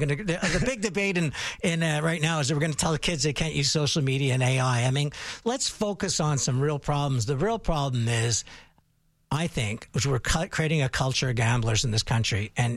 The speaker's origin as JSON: {"language": "English", "town": "Montreal", "region": "Quebec", "country": "Canada", "tie": "born or raised there", "said": "I grew up in Montreal. I love the Habs."}